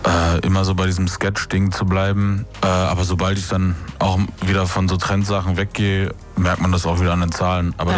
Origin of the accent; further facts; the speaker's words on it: North Rhine-Westphalia, Germany; Also ja, ich komme aus dem Ruhrpott und mache Comedy.